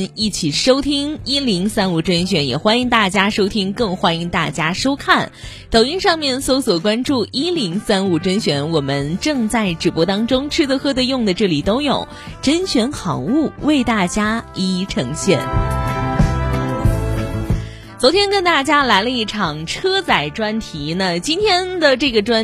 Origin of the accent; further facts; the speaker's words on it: Gansu, China; 因为咱们甘肃人过日子讲究的就是一个实在。